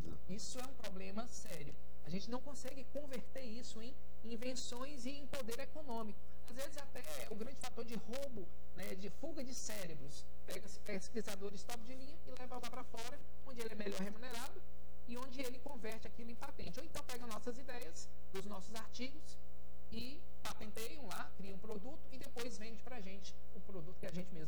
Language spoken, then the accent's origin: Portuguese; Brazil; Estou falando aqui como brasileiro